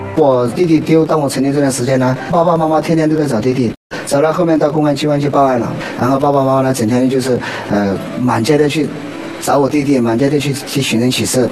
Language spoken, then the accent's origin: Chinese; Guizhou, China; 我来自贵州。